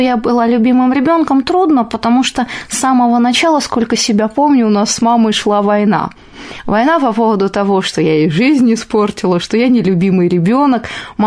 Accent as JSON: {"language": "Russian", "region": "Bishkek", "country": "Kyrgyzstan", "tie": "born there", "said": "Я родилась во Фрунзе в семье офицера, кадрового офицера и учительницы."}